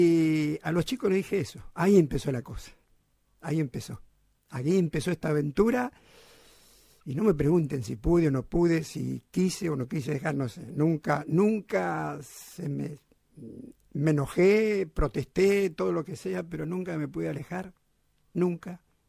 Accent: Quilmes, Buenos Aires Province, Argentina; born there; also born or lived in La Boca, Buenos Aires

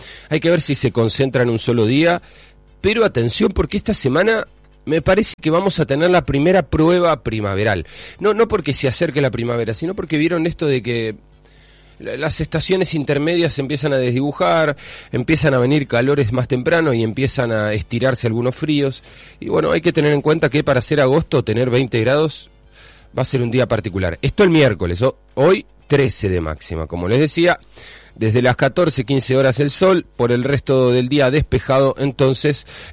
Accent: Argentina; Cómo nos representamos después como argentinos

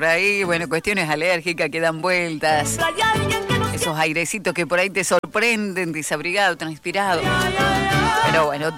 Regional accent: Argentina; Si somos argentinos, ¿por qué no?

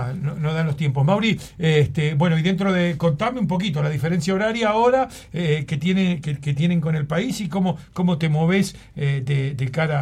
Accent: Argentina; Somos muy así, ¿no? Los argentinos, y aparte añoramos cuando no estamos en nuestra tierra y recibir un compatriota.

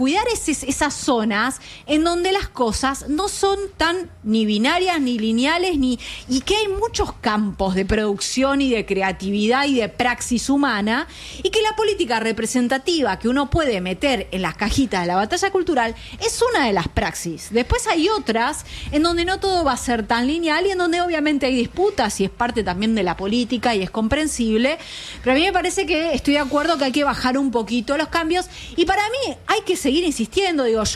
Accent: Argentina; somos que los argentinos.

